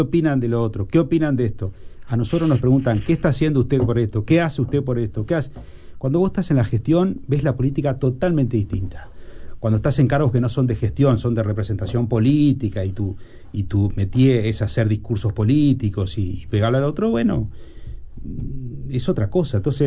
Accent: Flores, Uruguay

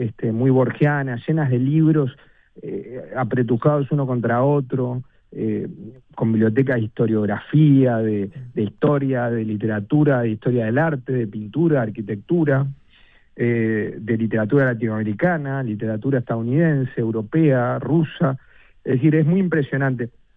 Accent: Uruguay; como uruguayo que nació en esa época

